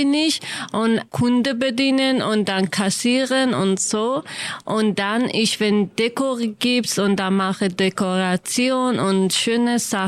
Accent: Sanandaj, Kurdistan, Iran; German is a second language; Meine Stadt heißt Sanandaj, das ist

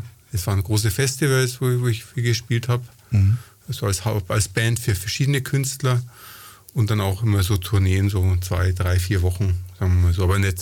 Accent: Nuremberg, Bavaria, Germany; born or raised there; also born or lived in Ingolstadt

